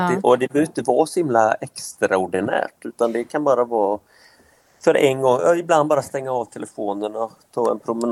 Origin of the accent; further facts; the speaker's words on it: Västra Götaland County, Sweden; born there; Jag är ju född på en utanför Göteborg.